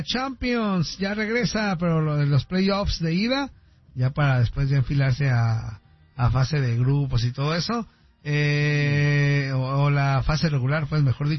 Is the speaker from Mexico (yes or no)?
yes; Mexico; pues nosotros como mexicanos no, estamos saludando a todo